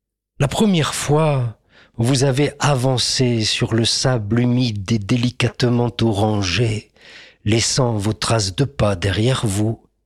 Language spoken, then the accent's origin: French; the north of France, France; je vous emmène un peu de là d'où je viens, du Nord de France.